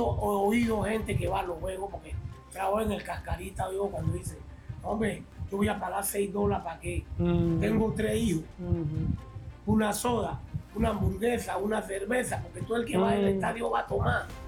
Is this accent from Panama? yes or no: yes; Panama; lo que yo quiero pedirle a mi Panamá